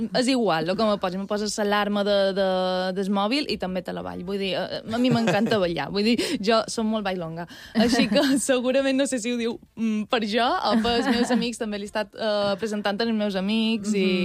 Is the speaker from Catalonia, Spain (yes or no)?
no; Balearic Islands, Spain; jo li deia, bé, sóc d'una illa d'Espanya, sóc de Mallorca